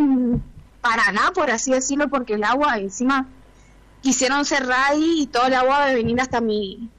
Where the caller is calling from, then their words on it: Barranqueras, Chaco, Argentina; Soy de Barranquera, del pasaje Farina, del barrio Nueva Esperanza